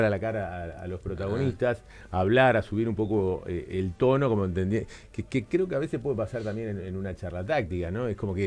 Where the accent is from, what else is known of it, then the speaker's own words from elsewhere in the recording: Uruguay; y así somos los uruguayos, somos de tener que aprender a convivir con otras clases de interpretaciones.